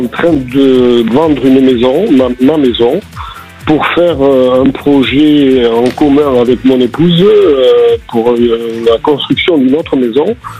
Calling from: Landes, Nouvelle-Aquitaine, France; Je vous appelle des Landes

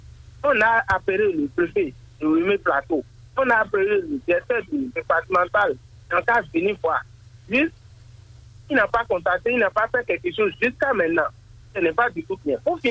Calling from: Cotonou, Littoral, Benin; Je vous appelle depuis Akpapa, deuxième arrondissement de Cotonou, ce matin.

